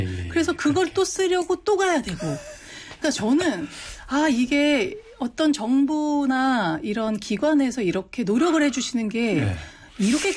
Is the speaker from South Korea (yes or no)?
yes; South Korea